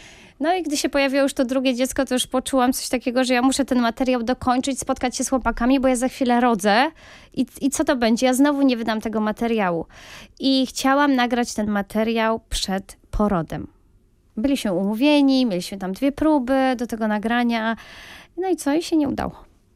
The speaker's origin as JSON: {"language": "Polish", "region": "Lublin Voivodeship", "country": "Poland", "tie": "born or raised there", "said": "Ja ogólnie pochodzę z Lubelszczyzny, więc też dużo takiej muzyki tradycyjnej słyszałam gdzieś, jak byłam małą dziewczynką."}